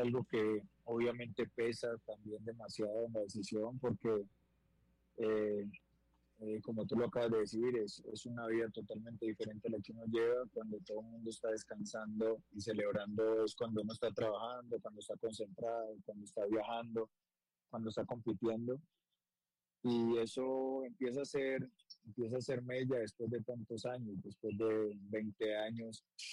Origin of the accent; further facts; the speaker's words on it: Pereira, Risaralda, Colombia; yo, que soy pereirano 100%, que crecí en el fútbol profesional, en el equipo, que crecí en mi ciudad.